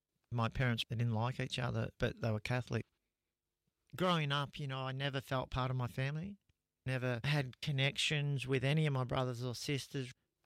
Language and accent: English; Seaford, Victoria, Australia; I grew up in Melbourne, in a place called Seaford, which was a really horrible place. Tough housing commission area, you know, somewhere it'd be like Ayres or Mount Druitt in New South Wales.